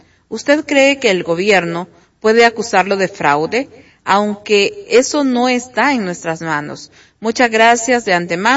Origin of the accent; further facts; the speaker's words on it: Honduras; now in United States; Somos de Honduras y una vez lo reportó el correo de ellos y nunca hicieron el cambio.